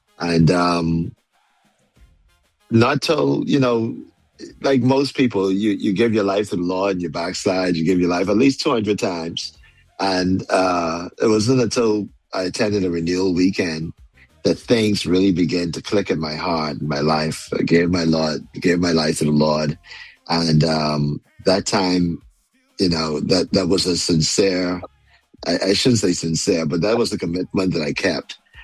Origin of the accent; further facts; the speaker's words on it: Nassau, New Providence, Bahamas; I grew up in Stapleton Gardens.